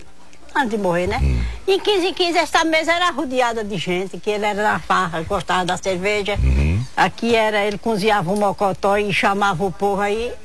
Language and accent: Portuguese; Brazil; Nasci e me criei aqui, na Vascuri.